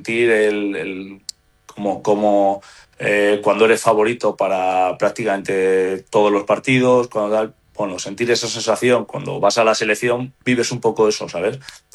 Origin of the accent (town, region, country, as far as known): Spain